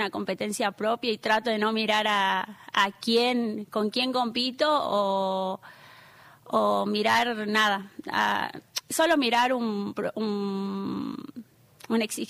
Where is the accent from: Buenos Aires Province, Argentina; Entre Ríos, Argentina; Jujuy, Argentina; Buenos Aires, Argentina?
Jujuy, Argentina; soy como una jujeña trucha, porque siempre que voy al norte me termino como apunando.